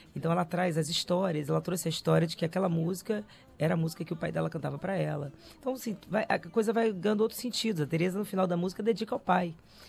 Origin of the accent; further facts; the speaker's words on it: Rio de Janeiro, Brazil; Eu frequentei muito Caxambi. Eu sou cria do Méier, né? Então Caxambi é minha casa também.